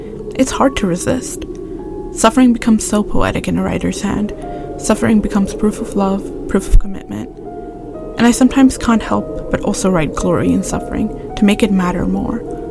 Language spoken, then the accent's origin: English; Kuwait; English is a second language; Instead, I learned English in Kuwait. In high school, I jokingly tried to explain to a classmate why I pronounced my A's like that. In Kuwait, I went to an Indian school where I learned British English.